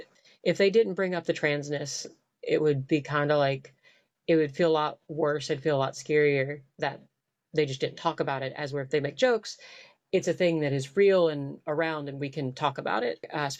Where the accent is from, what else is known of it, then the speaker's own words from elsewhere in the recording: Virginia, United States; And so I ended up moving back home and really embracing the fact that I'm from the Blue Ridge Mountains of southwestern Virginia.